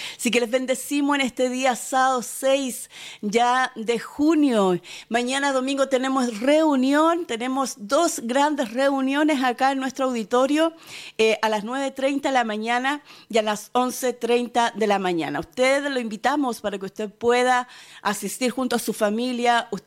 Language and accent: Spanish; Penco, Biobío, Chile; Usted puede ser de Penco, de donde yo vengo, y queda un par de minutos.